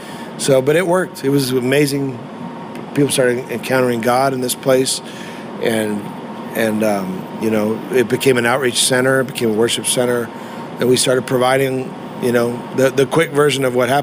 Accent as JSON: {"language": "English", "country": "Canada", "tie": "born there", "moved": "as an adult", "said": "as a Canadian boy."}